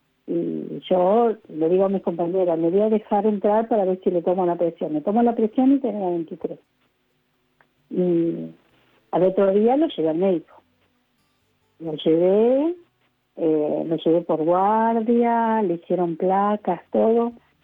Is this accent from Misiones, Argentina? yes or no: yes; Misiones, Argentina; nosotros somos de Misiones.